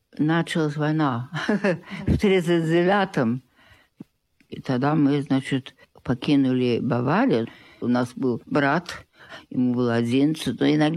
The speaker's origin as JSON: {"language": "Russian", "region": "Bavaria", "country": "Germany", "tie": "born or raised there", "also_born_or_lived": "Yugoslavia / Canada", "moved": "as an adult", "said": "я всегда... чувствовала, что я русская, но я не была никогда в России. Мы выросли там, в Германии."}